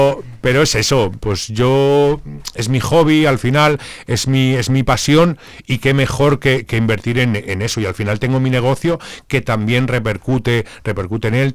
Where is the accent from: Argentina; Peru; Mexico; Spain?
Spain; Zamora, Castile and León; yo soy de Zamora.